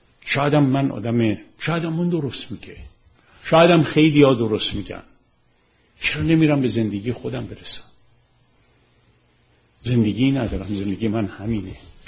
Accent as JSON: {"language": "Persian", "town": "Tehran", "region": "Tehran Province", "country": "Iran", "tie": "born or raised there", "said": "ما مال تهرون قدیمیم و همون 4 محله تهرون متولد اودلاجانم ولی در خیابون اسمال بزاز رشد کردم و بزرگ شدم"}